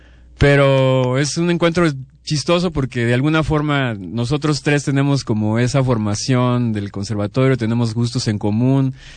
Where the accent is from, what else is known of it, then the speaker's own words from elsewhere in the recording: Chiapa de Corzo, Chiapas, Mexico; Yo soy originario de Chiapas, de Chiapa de Corzo, crecí allá donde la marimba, el folclore es parte de la sociedad.